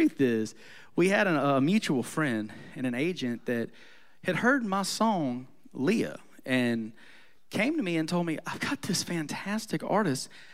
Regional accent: Louisiana, United States; I'm from Louisiana.

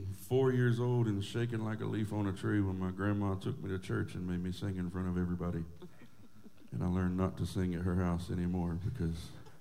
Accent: Gainesville, Georgia, United States; I grew up in Gainesville, Georgia, born and raised.

